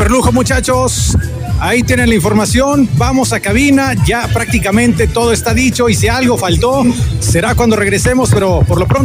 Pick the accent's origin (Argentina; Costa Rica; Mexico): Mexico